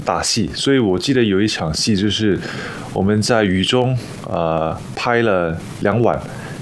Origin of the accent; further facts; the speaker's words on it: Singapore; 我是来自新加坡的演员